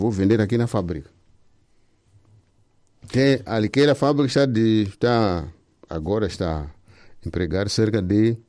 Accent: Mozambique; Eu sou natural de Mxanguentaba.

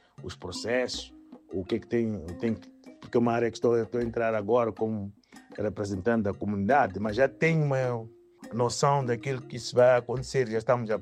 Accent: Mozambique; moved away; nós somos moçambicanos e aqui, onde também estou integrado nisto aqui

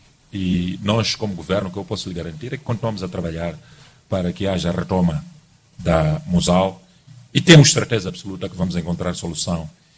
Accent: Mozambique

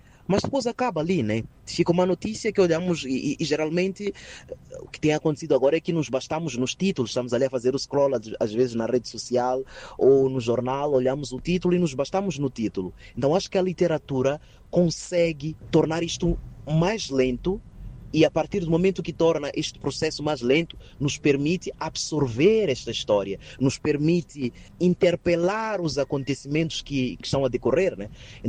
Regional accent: Mozambique

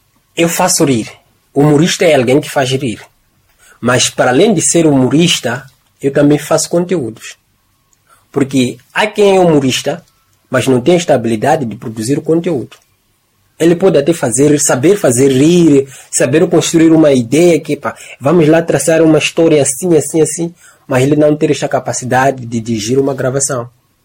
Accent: Chimoio, Manica, Mozambique; also born or lived in Beira, Mozambique; eu nasci na Beira, estou a crescer em Chimoio

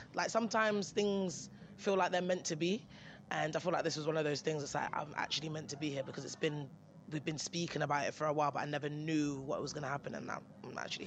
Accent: London, United Kingdom; I'm from London, and there's many different cultures in London and different people

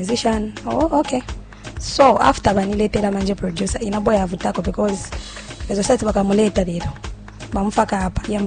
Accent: Lusaka, Lusaka Province, Zambia; Like I said … born in 1999, from Matero. I'm from Matero, actually.

